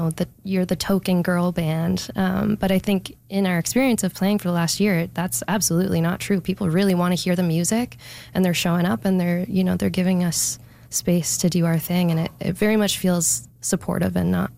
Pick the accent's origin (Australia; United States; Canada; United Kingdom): Canada; Fredericton, New Brunswick; now in Saint John, Canada; I mean, I grew up in Fredericton, but I have lived the last few years in St. John, and I really feel a pretty deep connection to the St. John music scene.